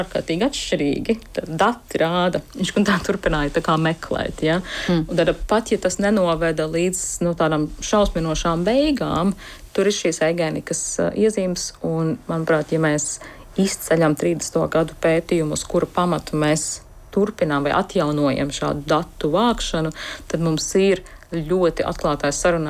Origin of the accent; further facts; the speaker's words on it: Riga, Latvia; es esmu balta, es esmu sieviete, es esmu heteroseksuāla, es esmu rīdziniece